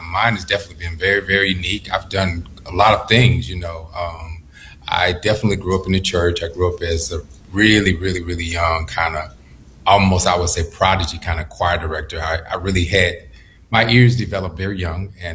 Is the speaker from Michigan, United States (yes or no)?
no; Gastonia, North Carolina, United States; also born or lived in Charlotte; So I started in the church in North Carolina. I was born in Charlotte, but I grew up in a town that's like about 30 minutes south of Charlotte called Gastonia. So I grew up in Gastonia.